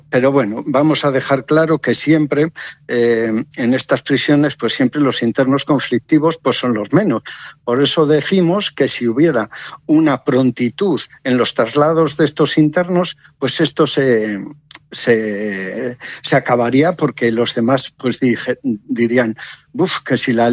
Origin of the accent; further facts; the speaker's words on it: Cantabria, Spain; como los españoles pues somos más, o los cántabros pues somos más